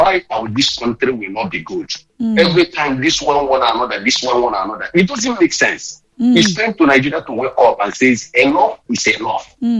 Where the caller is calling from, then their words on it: Sweden; here in Sweden, where I stay